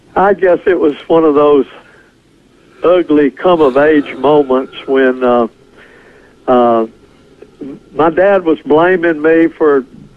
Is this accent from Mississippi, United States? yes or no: yes; McComb, Mississippi, United States; I've always been so proud to be from Macomb, and so I was happy to tell them I was from Mississippi.